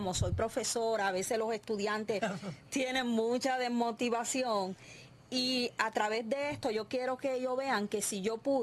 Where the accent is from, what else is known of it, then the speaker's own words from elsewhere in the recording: Dominican Republic; moved away; yo nací en la República Dominicana, okay, soy dominicana, llevo aquí más de tres décadas acá